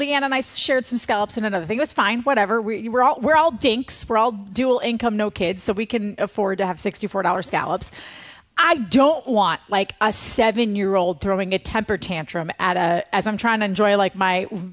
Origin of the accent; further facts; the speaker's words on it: Wisconsin, United States; okay, so I'm from Wisconsin. Everybody knows that.